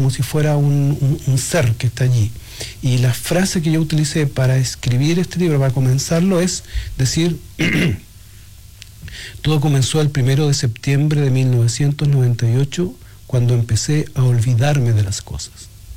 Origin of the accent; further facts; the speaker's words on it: La Serena, Coquimbo, Chile; born there; moved away; also born or lived in Valparaíso; Yo nací en La Serena, sí.